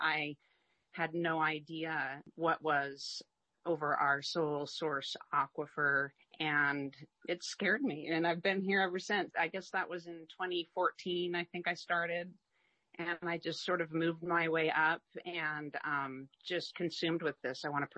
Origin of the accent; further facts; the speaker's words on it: Idaho, United States; I was born and raised in Idaho.